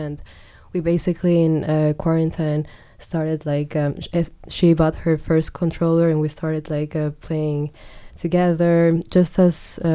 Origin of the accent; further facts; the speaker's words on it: Bolivia; I'm actually from Bolivia, and yeah, basically my whole DJ journey began when I moved back to Bolivia in 2021.